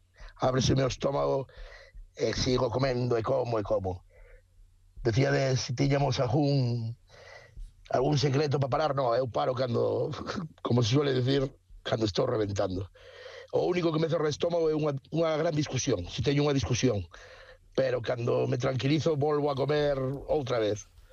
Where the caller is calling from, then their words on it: Negreira, Galicia, Spain; de Negreira.